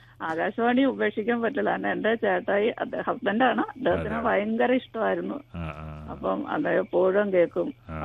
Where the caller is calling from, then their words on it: Pampakuda, Kerala, India; ഞാൻ പാമ്പാക്കുടയിൽ നിന്ന് വിളിക്കുന്നു. പാമ്പാക്കുട എറണാകുളം ജില്ലയിൽ തന്നെയാണ്.